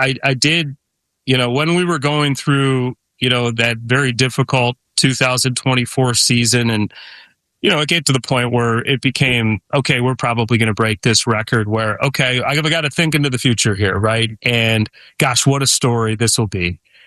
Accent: Detroit, Michigan, United States; born or raised there

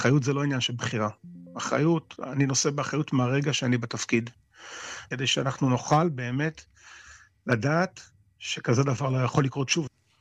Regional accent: Kfar Aza, Southern District, Israel; אני בן כפר עזה, נולדתי בכפר עזה. ההורים שלי היו ממקימי הקיבוץ. זה השורשים שלי.

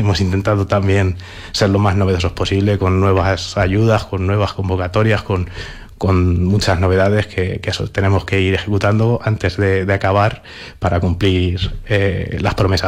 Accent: Cuenca, Castilla-La Mancha, Spain; que es nuestro objetivo como cuenquenses

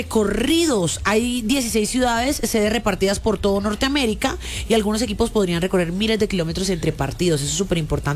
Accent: Colombia; porque pues somos colombianos

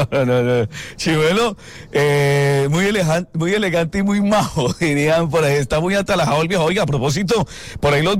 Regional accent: Ibagué, Tolima, Colombia; Ustedes saben que yo soy de Ibagué y en Ibagué la pasamos muy bueno.

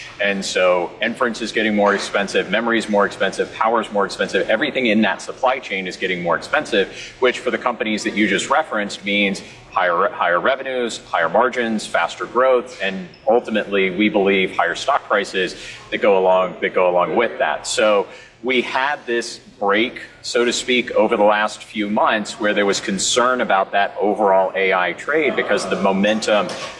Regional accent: Alabama, United States; my home state of Alabama.

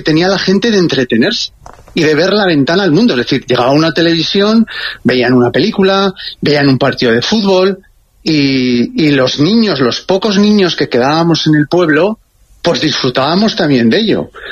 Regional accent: Spain; O sea, por lo menos en mi pueblo es un reducto ahí en el Alto Ebro, es un valle muy escondido.

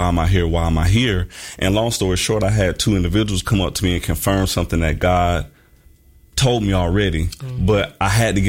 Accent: Jacksonville, Florida, United States; I won't say she actively sees, because I'm from Jacksonville, Florida.

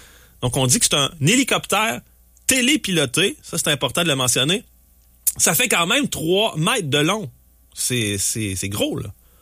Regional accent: Saint-Joseph-de-Coleraine, Quebec, Canada; je suis un gars d'ici, là. Je suis né dans les années 80, dans le temps où on appelait ça Coleraine, tout simplement.

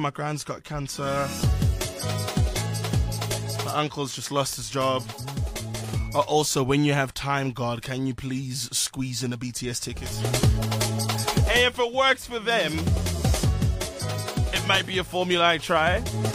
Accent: Pretoria, Gauteng, South Africa; I come from Pretoria

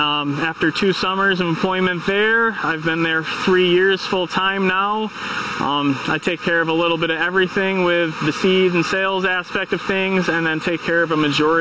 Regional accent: Waupun, Wisconsin, United States; I'm from Waupun, Wisconsin. I grew up on a dairy farm, and today I'm employed at Rock River Seed and Chemical out of Waupun.

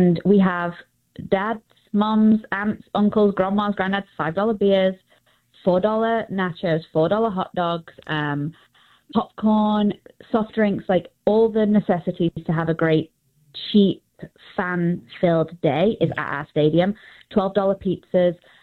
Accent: England, United Kingdom; moved away as an adult; now in North America; as you can all probably hear, I'm from England

